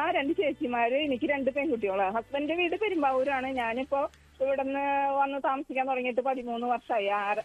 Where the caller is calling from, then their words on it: Irinjalakuda, Kerala, India; ഇത് ഇരിങ്ങാലക്കുടക്ക് അടുത്ത് ഞങ്ങൾ ഇരിക്കുന്ന ഇടം വിഷ്ണുപുരം.